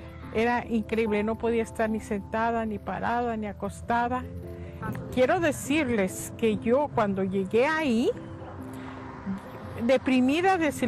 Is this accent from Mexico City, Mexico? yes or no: yes; Mexico City, Mexico; Yo soy de la Ciudad de México.